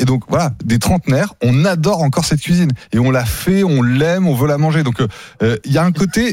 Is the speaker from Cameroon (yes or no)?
no; France; Nous, on est français.